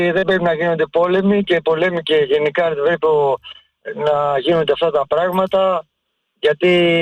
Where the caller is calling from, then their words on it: Ilioupoli, Attica, Greece; είμαι από Ηλίουπολη.